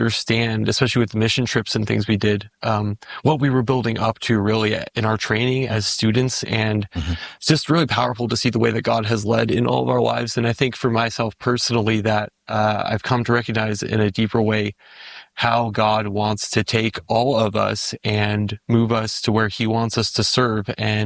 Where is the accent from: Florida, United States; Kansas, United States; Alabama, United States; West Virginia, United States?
Kansas, United States; I'm actually a first-year senior at Oklahoma Academy. I'm originally from Kansas, where I grew up there and I was homeschooled.